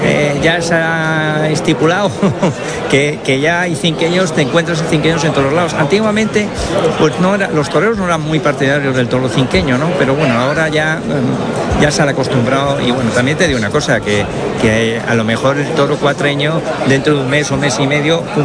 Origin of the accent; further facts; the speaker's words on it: Spain; Yo, ante todo, soy español